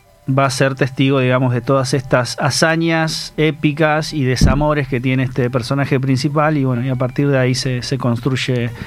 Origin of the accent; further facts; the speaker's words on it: Buenos Aires Province, Argentina; moved away as an adult; el lugar donde yo nací, me crié y viví durante muchos años, casi hasta los 30 años.